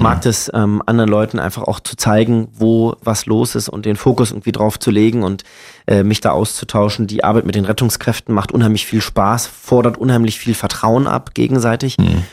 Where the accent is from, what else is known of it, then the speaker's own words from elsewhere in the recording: Brandenburg, Germany; Ich bin stolzer Brandenburger